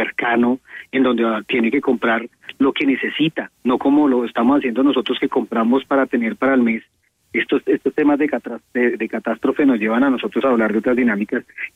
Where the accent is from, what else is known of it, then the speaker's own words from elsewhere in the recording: Colombia; nosotros como colombianos